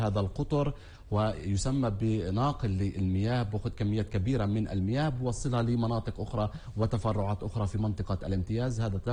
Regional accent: Palestine; للأسف احنا كفلسطينيين بشكل عام الاحتلال، وبديش أحط دائما الاحتلال شماعة على كل الأمور

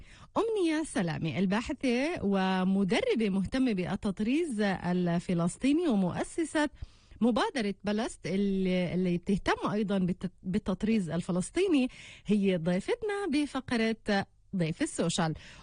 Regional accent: Palestine; وثوبنا الفلسطيني

